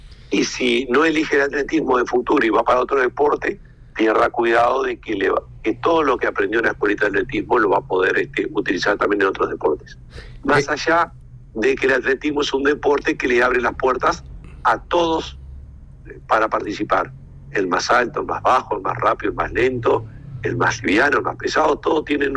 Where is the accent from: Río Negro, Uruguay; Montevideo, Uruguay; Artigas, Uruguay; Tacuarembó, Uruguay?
Río Negro, Uruguay; Fray Bentos; ya yo soy de Fray Bentos, trabajé casi 30 años en la Federación de Río Negro